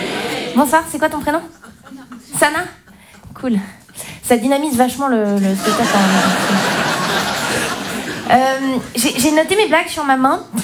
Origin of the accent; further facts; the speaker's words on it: Switzerland; Moi je suis Suisse.